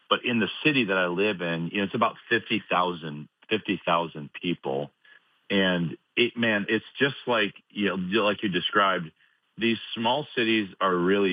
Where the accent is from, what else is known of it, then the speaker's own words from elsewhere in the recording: Chicago, Illinois, United States; also born or lived in Raleigh; now in York, United States; I moved to York in 2004 from Raleigh, North Carolina. I was actually born and raised outside in the suburbs of Chicago.